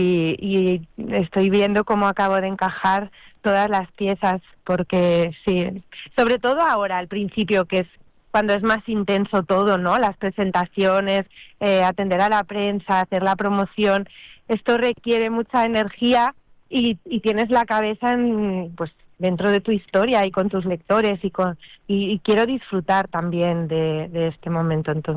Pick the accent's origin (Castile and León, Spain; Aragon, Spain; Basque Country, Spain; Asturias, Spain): Aragon, Spain; Huesca; moved away as an adult; now in Barcelona, Spain; Huesca es mi raíz. Aragón en general, ¿no? Pero sobre todo el Alto Aragón, Huesca, Altozamontano. Me siento muy vinculada a mi tierra y fíjate que mis dos primeras novelas, a pesar de llevar más de 20 años aquí en Barcelona